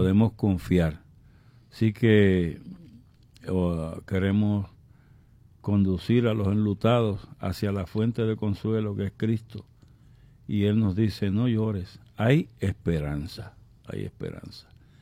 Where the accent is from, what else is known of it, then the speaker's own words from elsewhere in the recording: Naguabo, Puerto Rico; De Naguabo, ajá. De mi pueblo también, en Chumbao.